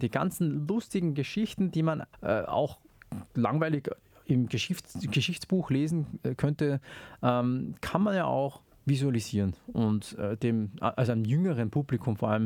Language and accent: German; Salzburg, Austria; born there; habe ich keine österreichischen Wurzeln, wobei ich in Österreich geboren worden bin.